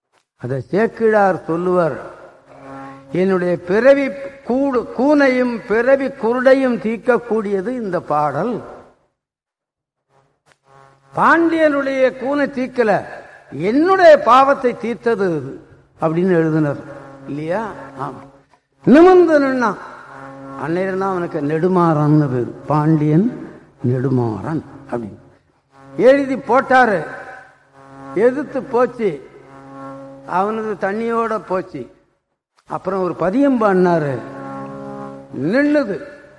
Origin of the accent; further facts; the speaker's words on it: Veerakannan, Tamil Nadu, India; born there; நான் வீராக்கண்ணன் ஒரு ஊர்ல பிறந்தேன், தருமபுரத்துல படித்தேன், மெட்ராஸுக்கு வந்தேன்